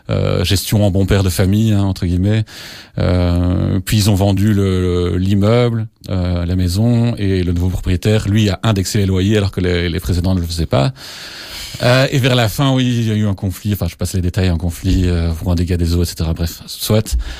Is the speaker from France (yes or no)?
no; Uccle, Brussels-Capital Region, Belgium; Alors moi, j'ai grandi à Uccle, dans le quartier Calvout, avec mes parents et ma sœur.